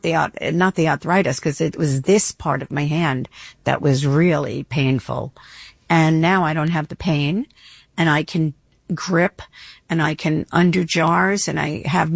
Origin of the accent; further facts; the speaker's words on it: Long Island, New York, United States; I come from Long Island. I take the train in.